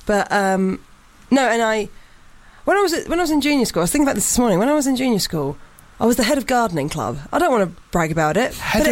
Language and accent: English; Portsmouth, South East England, United Kingdom; I grew up in Portsmouth.